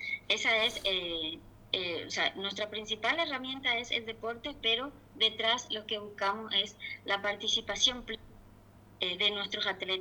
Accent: Santiago, Misiones, Paraguay; now in Asunción, Paraguay; soy de originalmente de Santiago Misiones.

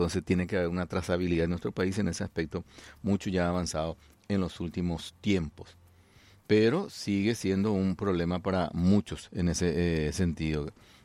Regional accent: Paraguay

